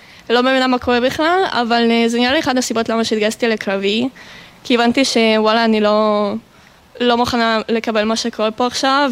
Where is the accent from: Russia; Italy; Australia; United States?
Russia; Saint Petersburg; Hebrew is a second language; now in Israel; כן, עליתי מרוסיה מסנקט פטרבורג, שזה עיר מאוד מאוד יפה.